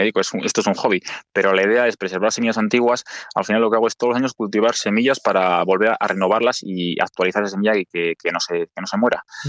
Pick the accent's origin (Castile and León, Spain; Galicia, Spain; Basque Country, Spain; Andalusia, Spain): Castile and León, Spain; Villalcázar de Sirga; Y es que en mi pueblo sale mucho. De hecho, nuestro gentilicio es alcazareño, pero nuestro mote es mielgueros. Nos llaman los mielgueros a los de mi pueblo.